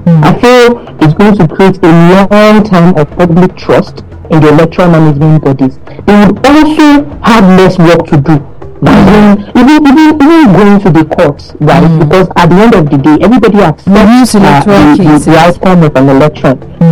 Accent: Nigeria; I am also a Nigerian youth, right?

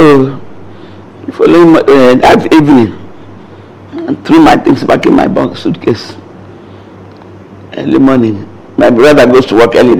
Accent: Nigeria; born there; moved away as an adult; also born or lived in London / New York City; Well, I was born in London. Okay, so that's the only place I've been to that is not Nigeria.

